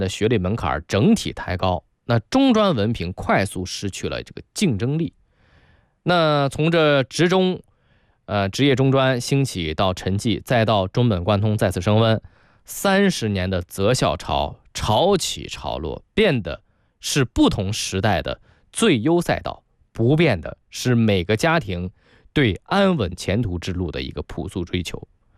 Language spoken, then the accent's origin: Chinese; Shandong, China; moved away; 确实我是在山东长大的啊。其实我的怎么说呢，我这个身份吧有两层，从小长大的地方是在山东，但是我的祖籍是在汕头，我其实是半个潮汕人，